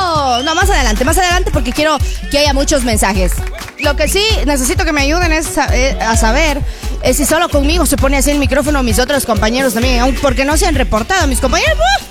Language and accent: Spanish; Ecuador; yo soy toda una ecuatoriana, bien cañari, bien inca, Atahualpa y el... ¿Cómo es el otro? Rumiñahui, son mis ancestros.